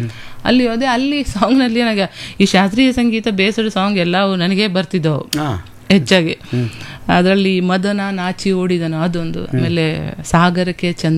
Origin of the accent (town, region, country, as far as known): Dharwad, Karnataka, India; born there; now in Bengaluru, India